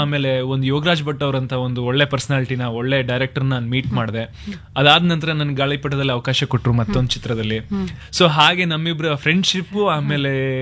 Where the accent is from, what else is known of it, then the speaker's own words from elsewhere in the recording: Thirthahalli, Karnataka, India; ನಾನು ಹೇಳಿದೆ ತೀರ್ಥಹಳ್ಳಿಯಿಂದ